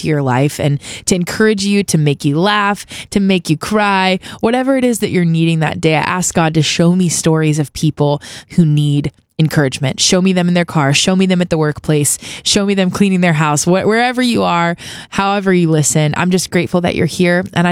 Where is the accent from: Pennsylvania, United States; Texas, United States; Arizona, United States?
Texas, United States; moved away as an adult; now in Tennessee, United States; I moved from Texas, where I was born and raised my whole life, all my friends, family, and moved to Tennessee.